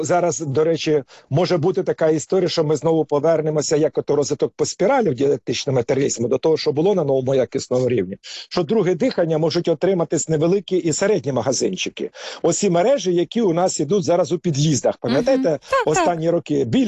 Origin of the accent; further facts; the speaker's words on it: Pryluky, Chernihiv Oblast, Ukraine; now in Kyiv, Ukraine; в тому числі в моїх рідних Прилуках